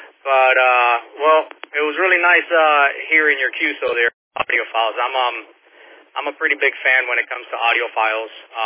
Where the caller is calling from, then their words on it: Homestead, Florida, United States; And I'm reporting live from Homestead, Florida, where the current temperature is 90 degrees already.